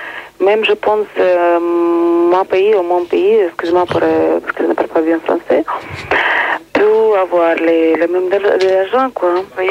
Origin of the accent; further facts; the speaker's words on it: Ukraine; Je suis ukrainienne.